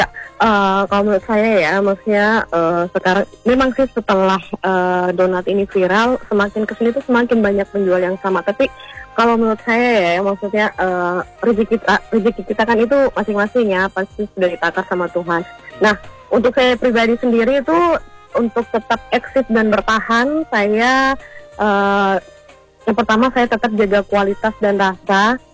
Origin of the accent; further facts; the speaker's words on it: Merauke, South Papua, Indonesia; Kita apalagi kita kan orang Merauke